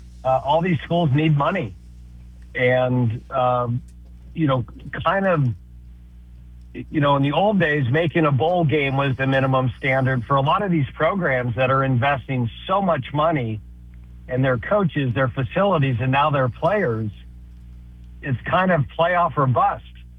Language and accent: English; Pennsylvania, United States; I grew up in Pennsylvania